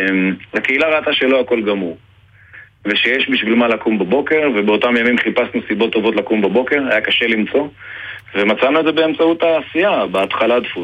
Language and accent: Hebrew; Kissufim, Southern District, Israel; moved away as an adult; now in Be'eri, Israel; אני גדלתי בכיסופים, ובאמת עברתי לבארי לפני